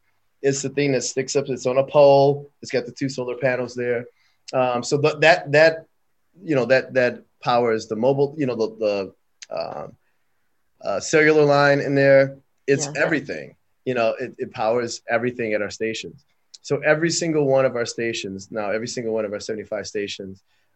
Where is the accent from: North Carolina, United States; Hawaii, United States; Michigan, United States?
Michigan, United States; Detroit; I'm from Detroit, you know, myself, you know, and so, you know, I can't imagine them putting a bike lane on 7 Mile, for instance. I mean, you know, this is where I live, right?